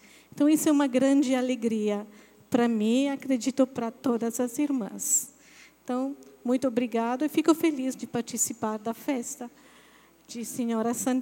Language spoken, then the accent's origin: Portuguese; Italy; Portuguese is a second language; moved away as an adult; also born or lived in North Region, Brazil; now in Brazil; uma missionária da Imaculada. Eu também, como a irmã Sônia, a irmã Graziella, sou italiana. Moro no Brasil há mais de 20 anos e sempre morei na região norte.